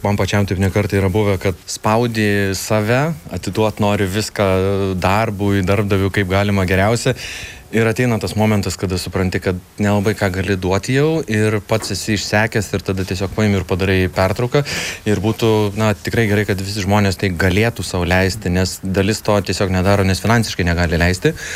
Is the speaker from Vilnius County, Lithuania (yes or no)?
no; Kaunas, Kaunas County, Lithuania; Aš kaunietis šiaip, bet stengiuos bent porą kartų per savaitę dviračių kažkur išvažiuoti dėl sveikatos.